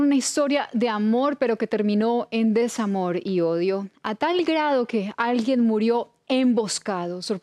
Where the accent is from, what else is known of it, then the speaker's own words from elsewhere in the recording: Colombia; siendo colombianas